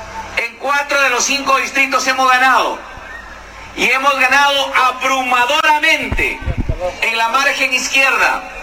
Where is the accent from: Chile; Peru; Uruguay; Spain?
Peru; Soritor, San Martín; mi pueblo de Soritor, aquel que me dio la oportunidad de ser alcalde